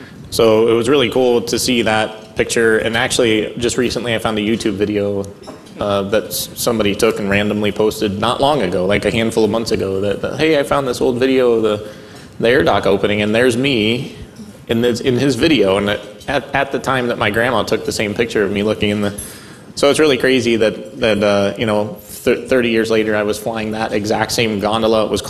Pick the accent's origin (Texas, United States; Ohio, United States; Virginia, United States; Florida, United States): Ohio, United States; Green; I'm born and raised here in the Akron area. I grew up in Green. I went to St. Francis de Sales Parish School till eighth grade, and then went to Hoban High School